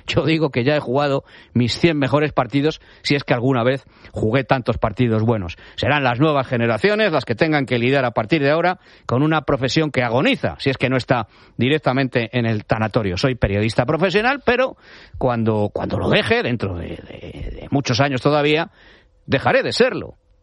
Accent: Madrid, Community of Madrid, Spain; born there; Y yo soy madridista porque nací en Madrid, que es la capital de España.

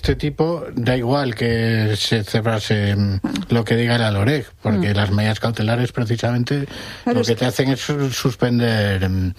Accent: Galicia, Spain; now in Madrid, Spain; Quiero decir, yo soy gallego y como he sido en Madrid, voto en las autonómicas de Madrid.

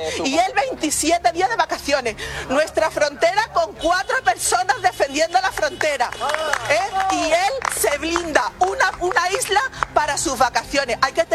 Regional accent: Spain; Si ellos tienen derechos, nosotros como españoles también tenemos derechos.

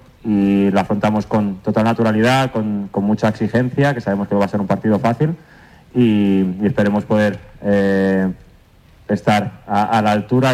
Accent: Spain; now in United Kingdom; Yo siempre me siento español, siempre he querido representar a España

